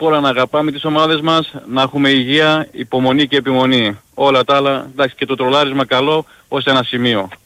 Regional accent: Athens, Attica, Greece; now in Cyprus; εγώ έχω μεγαλώσει στην Αθήνα, παιδί μου.

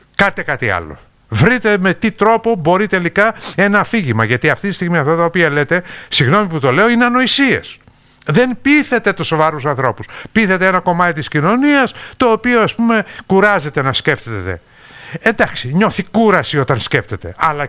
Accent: Kalymnos, South Aegean, Greece; στην πατρίδα μου την Κάλυμνο.

